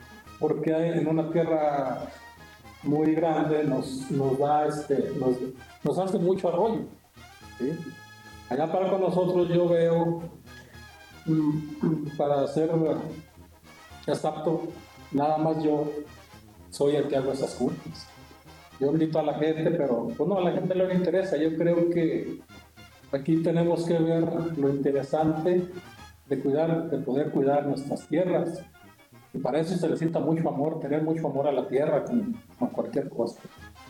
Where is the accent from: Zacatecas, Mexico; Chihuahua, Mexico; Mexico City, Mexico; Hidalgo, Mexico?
Zacatecas, Mexico; Chachuit; yo vengo de Chachuit, Zacatecas.